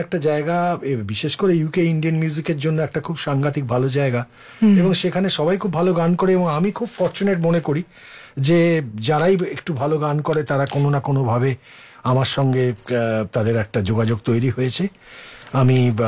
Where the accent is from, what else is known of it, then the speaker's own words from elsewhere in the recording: Howrah, West Bengal, India; moved away as an adult; also born or lived in Kolkata; now in London, United Kingdom; আমি হাওড়ায়, আমার জন্ম কলকাতার কাছেই, কলকাতা থেকে পুরনো একটি শহরে হাওড়া, হাওড়া ব্রিজ সবাই জানে, সেখান সেটা আমার বাড়ি থেকে খুব একটা দূরে নয়। তো সেখানেই আমি পড়াশোনা করি